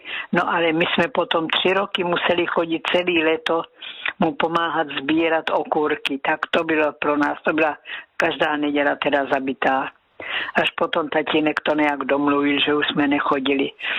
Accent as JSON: {"language": "Czech", "town": "Násedlovice", "region": "South Moravian Region", "country": "Czechia", "said": "ja sem pocházím z Násedlovic, a přes pole sme chodili do Klobouk do Brna, u Brna, teda Klobouky u Brna, tam sme chodili do kostela."}